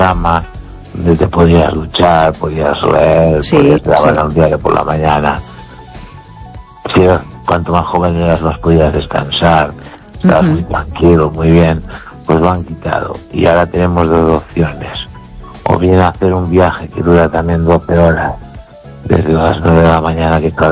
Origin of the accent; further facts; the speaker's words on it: Galicia, Spain; Y mi pueblo está a unos 9 kilómetros o 8 de los Peares. En la base de la montaña. Y entonces bajábamos en los Peares.